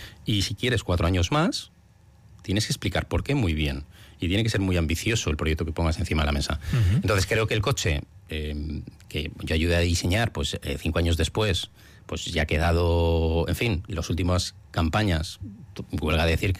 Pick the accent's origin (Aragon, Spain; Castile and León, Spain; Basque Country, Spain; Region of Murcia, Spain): Basque Country, Spain; yo soy una persona de orden, como buen vasco, pues oye, ¿puedo invitar?